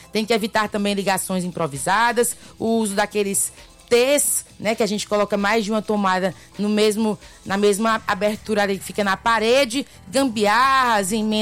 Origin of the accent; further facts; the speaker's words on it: Northeast Region, Brazil; Nós que somos nordestinos